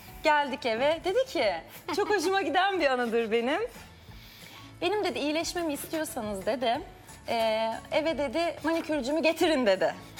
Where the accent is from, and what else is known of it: Nazilli, Aydın, Turkey; born or raised there; moved away as an adult; now in Istanbul, Turkey